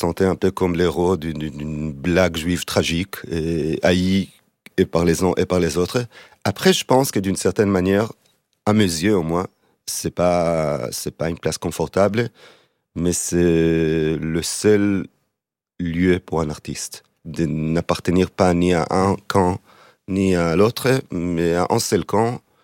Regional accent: Israel; moved away

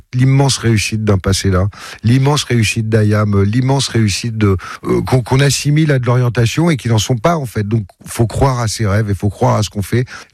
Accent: Marseille, Provence-Alpes-Côte d'Azur, France; je suis marseillais

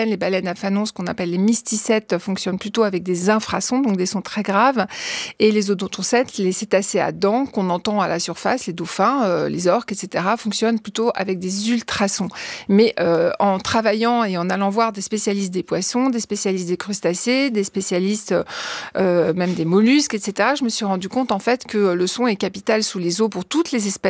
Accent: Corsica, France

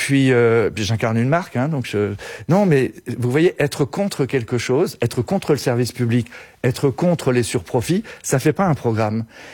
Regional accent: Brittany, France; je suis breton.

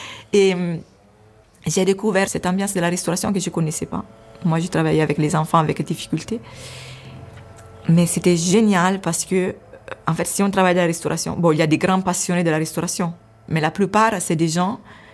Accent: Italy; moved away

